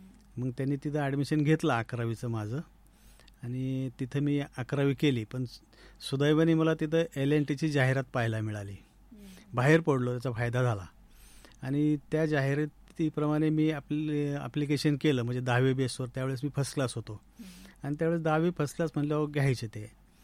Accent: Umraj, Maharashtra, India; now in Ahmednagar, India; माझं बालपण, माझं गाव उमरज जुन्नर तालुक्यामध्ये, उमरज या गावीच गेलं मी। आमचं गावापासून 1-2 किलोमीटर आतमध्ये खेडेगाव आहे, सोंडेवाडी असं वाडी आहे छोटीशी, आणि त्या वाडीमध्येच गेलं।

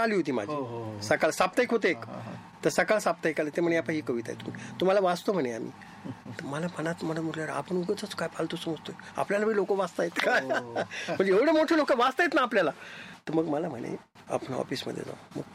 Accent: Pune, Maharashtra, India; नंतर मग एक सिनेमा आला माझ्याकडे पुण्यातला, माझं माहेर.

